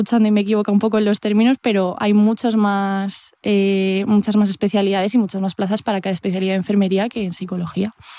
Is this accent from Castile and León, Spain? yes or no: no; Madrid, Community of Madrid, Spain; yo soy de Carabanchel, entonces desde Carabanchel hasta Alcalá de Henares, pues son 2 horas en Renfe, más o menos.